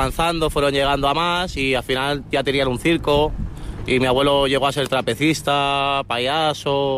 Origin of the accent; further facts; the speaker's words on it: Catalonia, Spain; Mira, yo soy gitano, español y catalán.